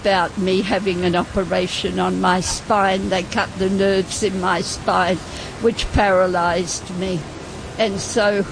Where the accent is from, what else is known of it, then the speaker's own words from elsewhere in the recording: Australia; I'm an Australian, yes.